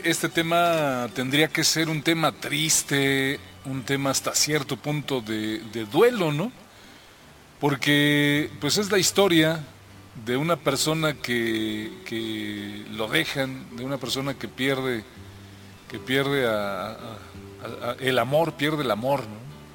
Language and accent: Spanish; Mexico; Pero eso significa cómo somos los mexicanos, ¿no?